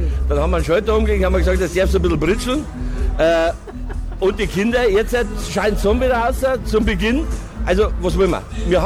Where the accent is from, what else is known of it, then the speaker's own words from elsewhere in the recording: Bavaria, Germany; accent: Bavarian; now in Waldkraiburg, Germany; Ich bin so aufgewachsen, ich bin in Niederbayern im Verkehr geboren. Und das kriege ich nicht raus.